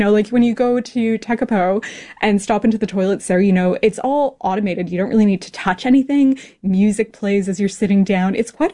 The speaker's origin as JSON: {"language": "English", "country": "Canada", "moved": "yes", "lives_now": "New Zealand", "said": "So I live in New Zealand. I'm originally from Canada."}